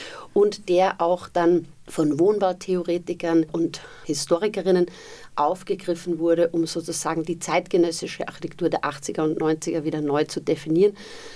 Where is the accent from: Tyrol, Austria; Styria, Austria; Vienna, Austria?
Vienna, Austria; moved away; Also ich komme ja aus Wien eigentlich